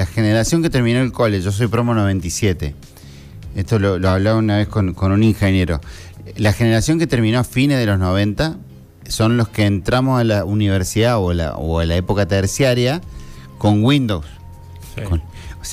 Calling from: San Francisco, Córdoba, Argentina; Hola, gente de LB2 … de San Francisco.

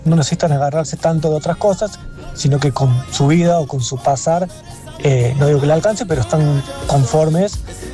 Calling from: Argentina

